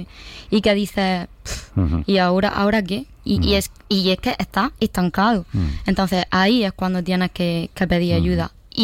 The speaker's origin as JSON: {"language": "Spanish", "town": "Almería", "region": "Andalusia", "country": "Spain", "moved": "yes", "said": "yo me fui de Almería, me fui a Granada, me salió trabajo en Granada, dejé todo, dejé a mi familia, dejé a mi amigo, dejé todo."}